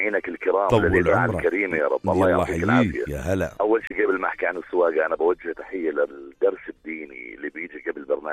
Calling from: Jordan; عندنا بالاردن

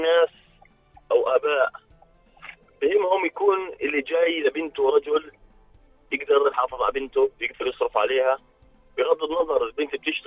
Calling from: Jordan; عندنا في الأردن

